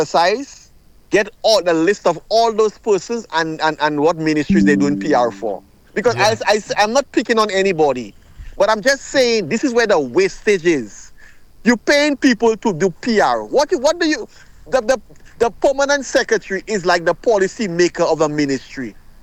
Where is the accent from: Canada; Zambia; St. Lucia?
St. Lucia; Castries; I grew up in Marshall